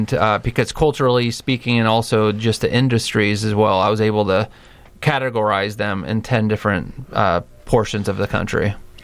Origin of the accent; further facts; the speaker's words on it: California, United States; I took for granted the way that I grew up in California